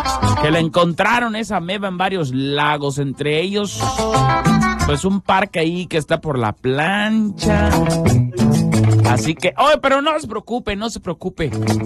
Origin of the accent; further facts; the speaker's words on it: Yucatán, Mexico; Los yucatecos casi no tenemos cuello